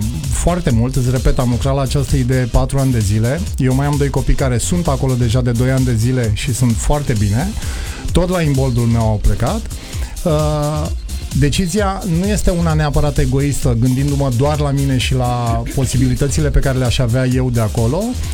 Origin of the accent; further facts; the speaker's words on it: Constanța, Constanța County, Romania; born there; m-am născut aici în Constanța